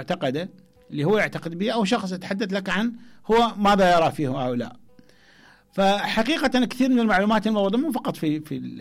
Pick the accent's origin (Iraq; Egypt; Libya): Iraq; عندنا في العراق